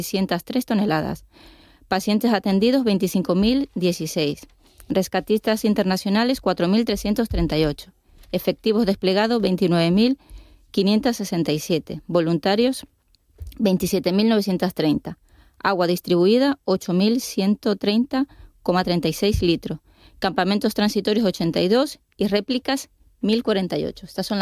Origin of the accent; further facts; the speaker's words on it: Maracaibo, Zulia, Venezuela; Yo soy de Maracaibo y vale.